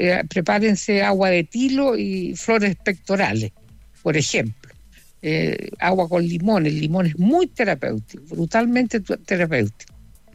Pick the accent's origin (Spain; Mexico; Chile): Chile; los chilenos